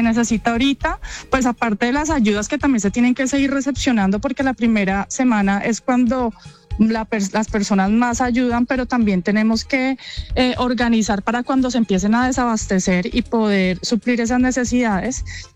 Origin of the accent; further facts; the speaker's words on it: Buga, Valle del Cauca, Colombia; now in Bogotá, Colombia; yo soy de Buga